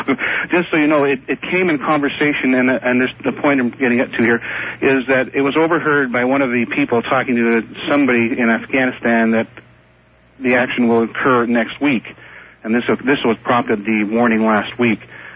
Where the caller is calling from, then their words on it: Western Canada, Canada; I'm calling from Western Canada.